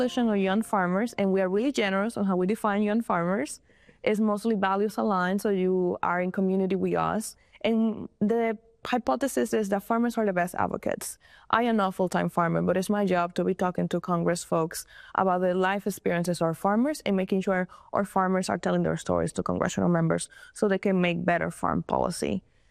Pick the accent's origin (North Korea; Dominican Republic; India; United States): Dominican Republic; I really wanted to say I'm from this town in the Dominican Republic. That's important to me because that shaped my journey to agriculture.